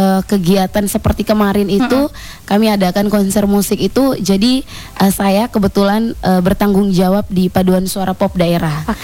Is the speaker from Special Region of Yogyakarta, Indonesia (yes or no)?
no; Ende, East Nusa Tenggara, Indonesia; kita orang Ende